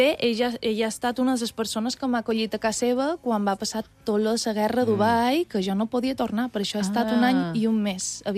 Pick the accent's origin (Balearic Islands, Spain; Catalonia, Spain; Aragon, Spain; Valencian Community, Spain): Balearic Islands, Spain; jo li deia, bé, sóc d'una illa d'Espanya, sóc de Mallorca, i...